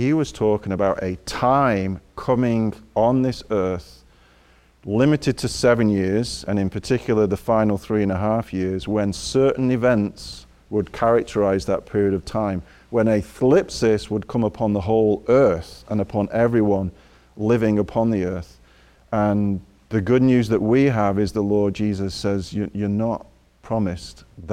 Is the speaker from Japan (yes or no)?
no; England, United Kingdom; You know, Gary, I'm from England, as you announced at the start